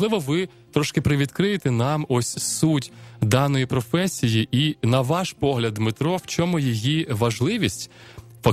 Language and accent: Ukrainian; Enerhodar, Zaporizhzhia Oblast, Ukraine; Це моє рідне місто, до речі, я там народився.